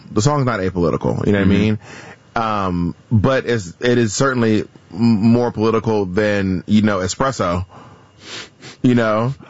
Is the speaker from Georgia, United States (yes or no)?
yes; Atlanta, Georgia, United States; But in Georgia, especially in Atlanta, I grew up in a black town around, I mean, Atlanta's one of the blackest cities in America.